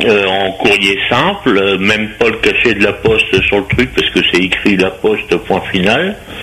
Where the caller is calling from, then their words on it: France; Non, non, je suis français d'origine et je n'ai pas quitté le territoire français depuis